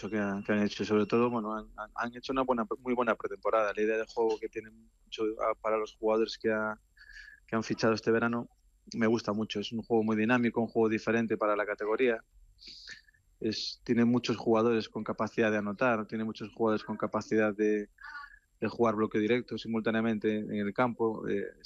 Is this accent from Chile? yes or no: no; Galicia, Spain; para mí como entrenador gallego